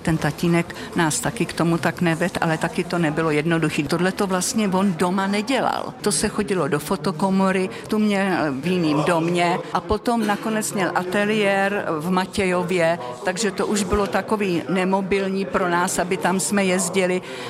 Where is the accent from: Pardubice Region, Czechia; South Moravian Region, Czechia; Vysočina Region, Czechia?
Vysočina Region, Czechia; Jihlava; born there; moved away; also born or lived in Žďár nad Sázavou; Já jsem vyrostla v Jihlavě, tam jsme bydleli na dolech, tam byly takový dřevěný domky po Němcích, kolonie.